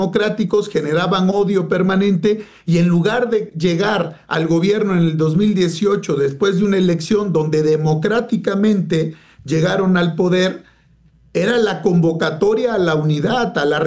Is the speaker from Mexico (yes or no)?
yes; Mexico; Y te voy a poner el ejemplo que mejor conozco, porque soy mexicano. Esto sucedió en México.